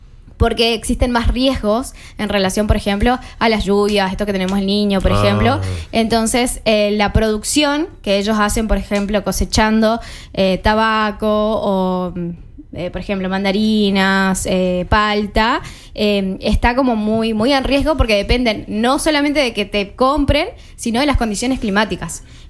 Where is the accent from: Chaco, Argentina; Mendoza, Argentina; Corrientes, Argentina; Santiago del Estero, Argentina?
Corrientes, Argentina; Goya; como soy de Goya